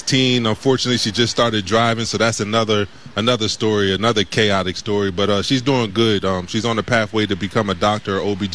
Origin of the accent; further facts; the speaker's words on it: Delaware, United States; also born or lived in Camden, New Jersey; now in Texas, United States; I'm actually from Camden. So I was born in Camden. I moved to Delaware, and I was raised there. But it's hard to get back to the East Coast now that we live in Texas. We've been living there for 10 years.